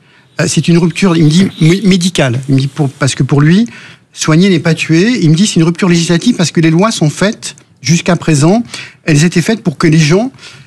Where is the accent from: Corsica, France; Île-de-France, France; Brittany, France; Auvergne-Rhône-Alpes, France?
Auvergne-Rhône-Alpes, France; je suis originaire de l'Allier